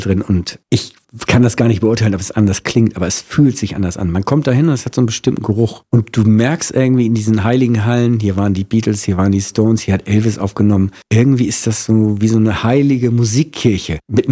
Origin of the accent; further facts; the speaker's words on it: Hamburg, Germany; Da würde ich jetzt als Hamburger sagen, darauf bin ich natürlich sehr stolz